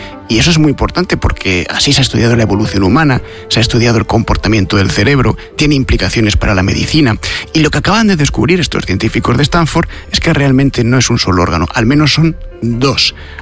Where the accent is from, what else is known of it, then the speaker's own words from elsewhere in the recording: Madrid, Community of Madrid, Spain; yo como madrileño tengo un 0,00177% de posibilidades de terminar siendo jurado en ese juicio.